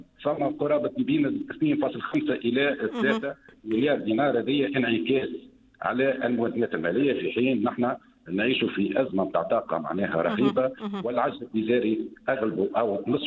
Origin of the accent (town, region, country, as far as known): Tunisia